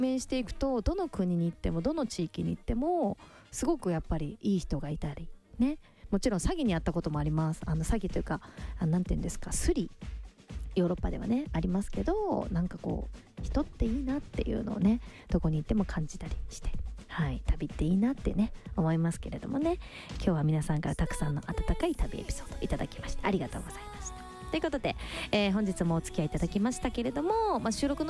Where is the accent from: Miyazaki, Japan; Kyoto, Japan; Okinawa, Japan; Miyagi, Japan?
Miyazaki, Japan; なんか私九州宮崎の出身なんで、やっぱこう海岸線ってすごくなんかこう心地いいというか、まあ、見慣れてる景色だったりするんだけど